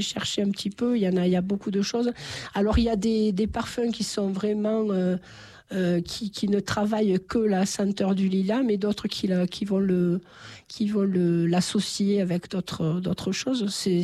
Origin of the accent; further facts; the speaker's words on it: Nîmes, Occitanie, France; je suis originaire de Nîmes, hein